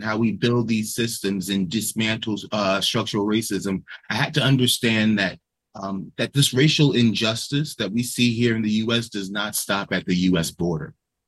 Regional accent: New York City, New York, United States; I was born in New York City, lived in every borough except for Queens. I attended both public and private schools. I had the diverse upbringing to live in some of the richest neighborhoods in New York City, but also some of the poorest neighborhoods in New

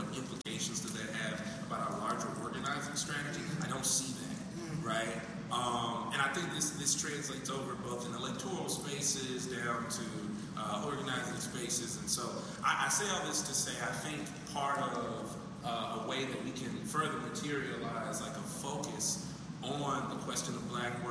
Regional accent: Nashville, Tennessee, United States; I come from the South, right? I'm coming from Nashville, Tennessee

